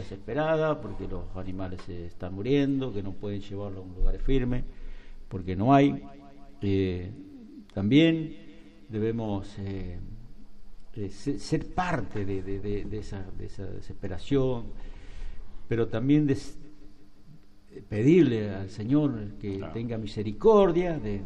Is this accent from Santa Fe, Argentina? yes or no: yes; San Cristóbal, Santa Fe, Argentina; moved away; en la parte norte de nuestra provincia, más ahí en San Cristóbal, donde yo soy nativo de ahí